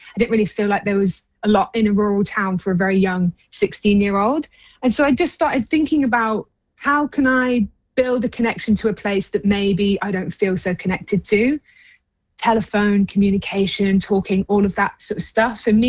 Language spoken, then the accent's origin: English; Calverton, East Midlands, United Kingdom; now in London, United Kingdom; so I'm from Calverton and then I moved to London. So two very different spaces, one very rural and one very urban.